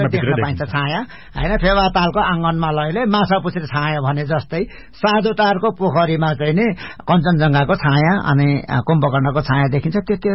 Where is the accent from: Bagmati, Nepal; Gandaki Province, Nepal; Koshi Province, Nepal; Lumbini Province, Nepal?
Koshi Province, Nepal; भारत सिक्किम र नेपालको सिमाना जोडिएको ठाउँलाई चाहिँ तीन सिमाना भन्छ, त्यो मेरो गाउँमा पर्दछ।